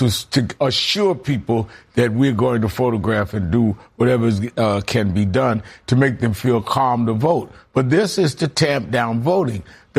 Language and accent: English; New York City, New York, United States; Even if you were born and raised in Brooklyn like I was